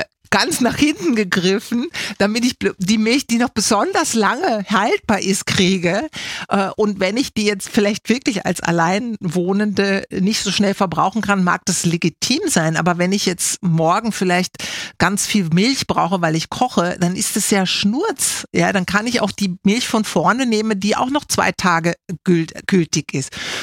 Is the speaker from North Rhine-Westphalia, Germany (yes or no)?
yes; Bielefeld, North Rhine-Westphalia, Germany; war ich in meiner Heimatstadt Bielefeld, wo ich geboren bin und zur Schule gegangen bin